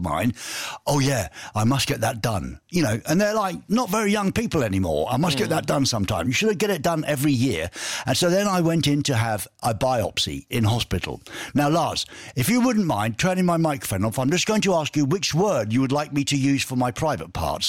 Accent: England, United Kingdom; You know, I'm an Englishman. I can take it.

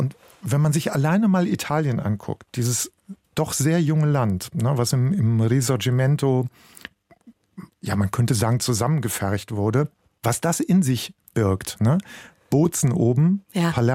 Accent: Bergisch Gladbach, North Rhine-Westphalia, Germany; Ich komme aus Bergisch Gladbach. Meine Eltern hatten nicht so wahnsinnig viel Geld, SPD-Mitglieder.

